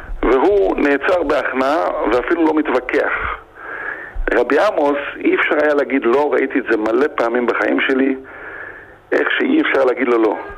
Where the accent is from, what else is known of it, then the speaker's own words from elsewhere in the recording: Netanya, Central District, Israel; moved away as an adult; now in Staten Island, New York, United States; אני ילד שגדל בקריית צאנז